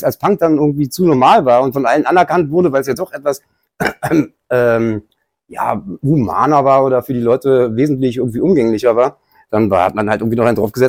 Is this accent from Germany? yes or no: yes; Berlin, Germany; Kreuzberger. Ich bin in Kreuzberg groß geworden.